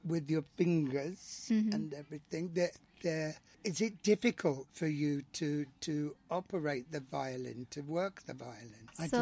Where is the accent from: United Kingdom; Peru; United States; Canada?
United Kingdom; England; as an Englishman.